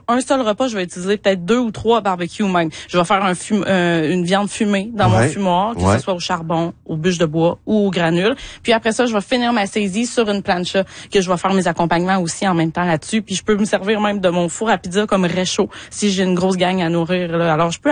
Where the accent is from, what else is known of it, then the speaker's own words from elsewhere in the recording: Quebec, Canada; Tu sais, moi j'ai cuisiné de la viande sauvage toute ma vie depuis que je viens de l'Abitibi en fait.